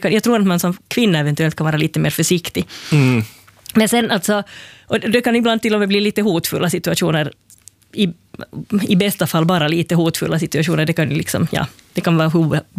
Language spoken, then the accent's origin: Swedish; Finland; first language Swedish; Och så berättade jag att jag var från Finland.